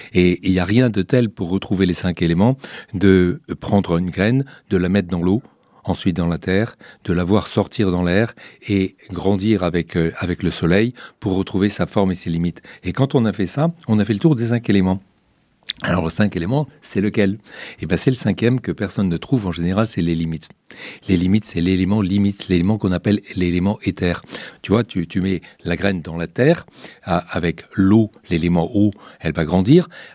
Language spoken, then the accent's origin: French; Morocco; Moi, j'ai vécu et j'ai grandi au Maroc et même si je suis Diwa depuis une dizaine de générations